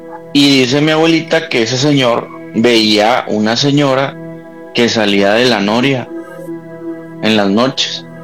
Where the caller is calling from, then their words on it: San Nicolás de los Garza, Nuevo León, Mexico; Soy de San Nicolás, de los Garza, pero vivo en Apodaca, Nuevo León.